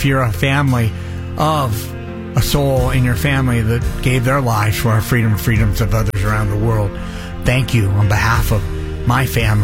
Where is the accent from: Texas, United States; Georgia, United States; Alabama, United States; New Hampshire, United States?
New Hampshire, United States; I know that's weird, but I grew up in New Hampshire, and it just brings a very special, takes me back to a special place.